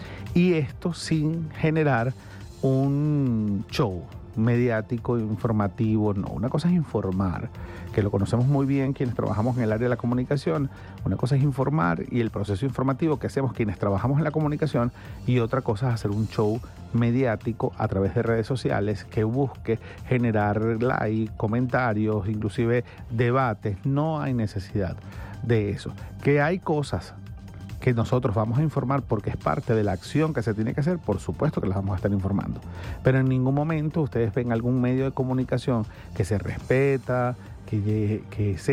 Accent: Venezuela; la solidaridad que nos caracteriza como venezolanos

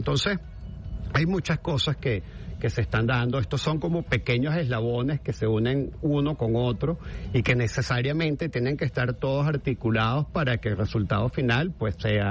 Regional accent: Venezuela; cómo vamos a hacer los venezolanos

